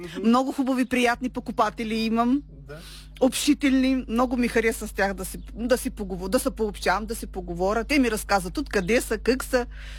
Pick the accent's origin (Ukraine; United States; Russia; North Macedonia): Ukraine; Odesa Oblast; moved away as an adult; now in Chernichevo, Bulgaria; Аз съм от Украина, бисарабска българка и много ми хареса тук в България. Работя тук уже една година